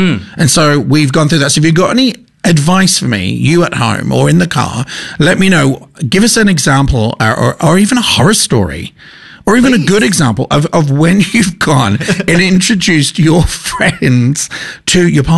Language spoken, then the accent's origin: English; Birmingham, West Midlands, United Kingdom; accent: Birmingham; moved away; It's my Birmingham accent.